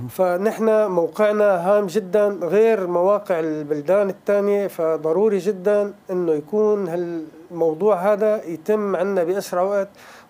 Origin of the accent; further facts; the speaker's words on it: Artouz, Rif Dimashq, Syria; ببلدتنا أرطوز.